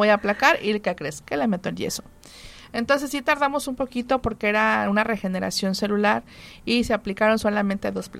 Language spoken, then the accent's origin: Spanish; Poza Rica, Veracruz, Mexico; born there; me establecí y eché mi raíz, porque soy de Poza Rica. Me preparé fuera, terminé preparándome aquí en Poza Rica